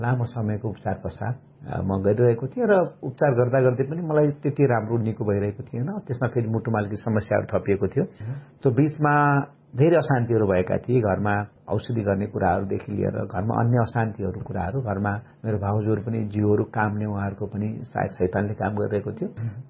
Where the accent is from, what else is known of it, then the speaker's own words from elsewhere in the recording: Birendranagar, Karnali Province, Nepal; now in Kathmandu, Nepal; मेरो खास मेरो ओरिजन सुर्खेत जिल्ला वीरेन्द्रनगर नगरपालिका वार्ड नम्बर 10 पर्छ। मेरो बाल्यकाल त्यहीँ सुर्खेतमै बित्यो र पढाइको सिलसिलामा अनि म काठमाडौँतिर आएँ।